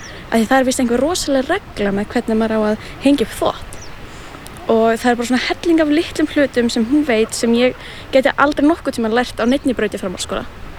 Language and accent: Icelandic; Húsavík, Northeast Region, Iceland; ég er 19 ára og kem frá Húsavík.